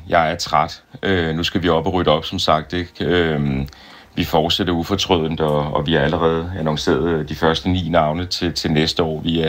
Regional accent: Næstved, Zealand, Denmark; i min hjemby

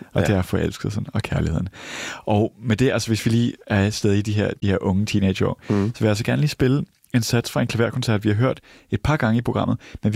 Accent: Greenwich, New South Wales, Australia; i den forstad til Sydney, jeg boede i, Greenwich, hjemme i Australien

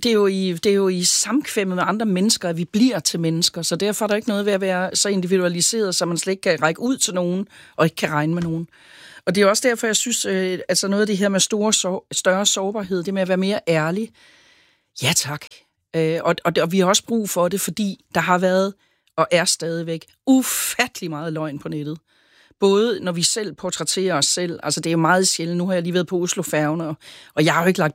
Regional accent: Sønderborg, Region of Southern Denmark, Denmark; Det gjorde man sgu ikke i 60'erne hjemme i Sønderborg.

